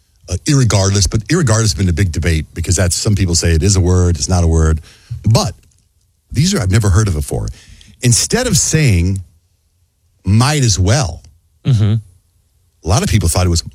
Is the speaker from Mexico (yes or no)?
yes; Mexico; So I grew up in Mexico. I have lots and lots of Mexican cousins. Lots.